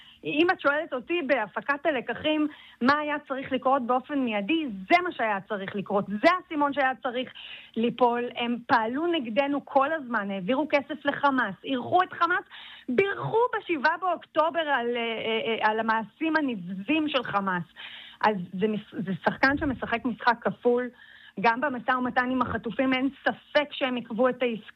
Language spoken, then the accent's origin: Hebrew; Jerusalem, Jerusalem District, Israel; אני ירושלמית